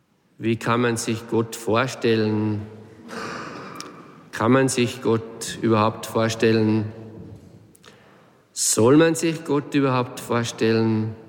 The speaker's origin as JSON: {"language": "German", "country": "Austria", "tie": "born or raised there", "said": "Eines, das mich sehr beeindruckt hat, ist in meiner Heimatgemeinde Raures in der Michaelskapelle."}